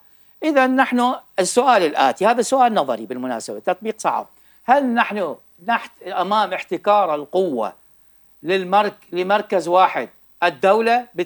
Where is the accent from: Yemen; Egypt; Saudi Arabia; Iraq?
Iraq; أنا عراقي